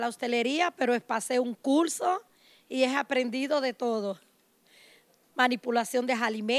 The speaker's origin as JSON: {"language": "Spanish", "country": "Cuba", "moved": "yes", "lives_now": "Barcelona, Spain", "said": "Soy cubana y ahora española."}